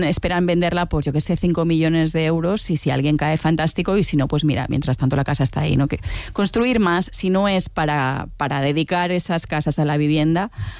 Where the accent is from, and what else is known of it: Balearic Islands, Spain; born there; moved away as an adult; now in Barcelona, Spain